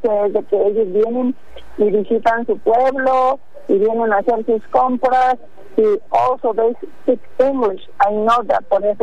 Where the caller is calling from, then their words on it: Valparaíso, Zacatecas, Mexico; Valparaíso, Zacatecas.